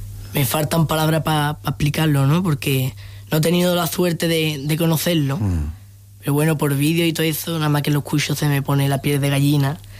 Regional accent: Jerez de la Frontera, Andalusia, Spain; born there; also born or lived in Lebrija; yo la verdad es que nací en Jerez, soy jerezano, ¿no? Pero yo también tengo familia en Lebrija y también me siento que soy de Lebrija.

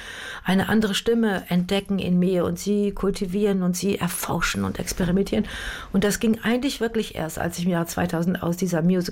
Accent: Germany; moved away as an adult; als Deutsche in London

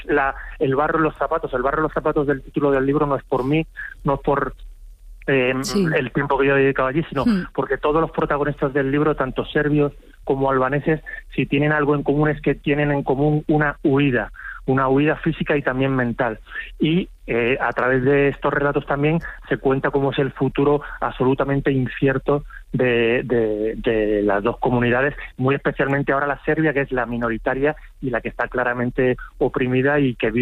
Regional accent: Spain

